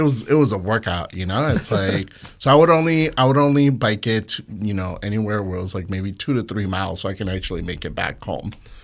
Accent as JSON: {"language": "English", "town": "Loma Dorada", "region": "Jalisco", "country": "Mexico", "tie": "born or raised there", "moved": "yes", "lives_now": "Chicago, United States", "said": "I grew up in Jalisco. I actually grew up in the a little town called Loma Dorada, which is right below Tonalá, which is like kind of the mecca of like clay and tin"}